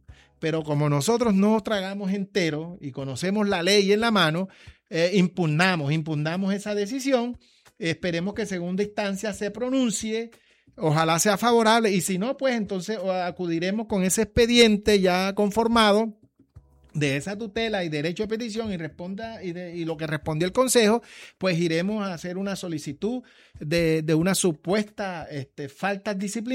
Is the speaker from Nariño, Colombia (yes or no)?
no; Cartagena, Bolívar, Colombia; somos nosotros, los cartageneros